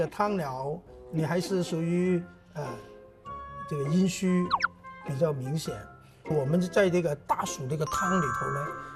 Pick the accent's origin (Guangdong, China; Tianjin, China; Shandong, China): Guangdong, China; 我们广东人